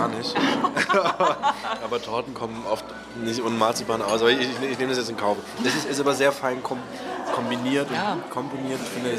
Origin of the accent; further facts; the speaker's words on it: Görlitz, Saxony, Germany; Ich komme aus Görlitz und ich bin in der Oberlausitz aufgewachsen.